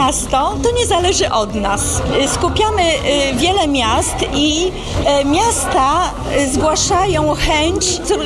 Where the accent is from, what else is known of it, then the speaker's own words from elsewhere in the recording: Białogard, West Pomeranian Voivodeship, Poland; sama organizowałam dwa razy galę u siebie, bo jestem z Białogardu